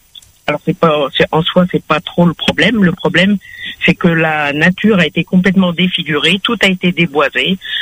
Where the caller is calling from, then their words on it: La Saline-les-Bains, Réunion; Ça fait 40 ans de Réunion et 12 ans que je suis à la Saline-les-Bains